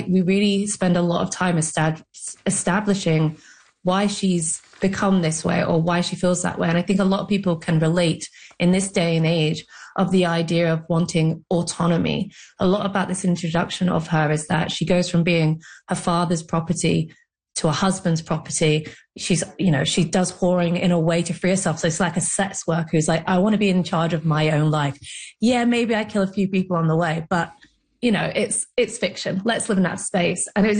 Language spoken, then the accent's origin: English; Ireland; I get it. Yes, I'm Irish.